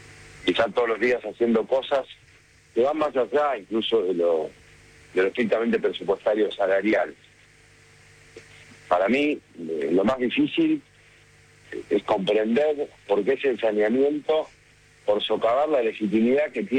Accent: Argentina

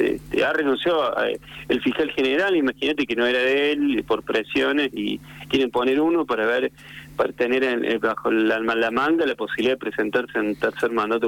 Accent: Córdoba, Argentina; moved away as an adult; now in La Rioja, Argentina; yo vengo vivo hace 25 años acá, porque creo que se me nota que soy cordobés

